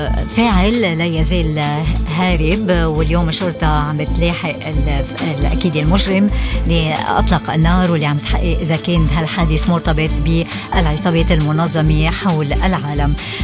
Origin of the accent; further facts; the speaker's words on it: Lebanon; شو عنا قوة نحن بلبنان؟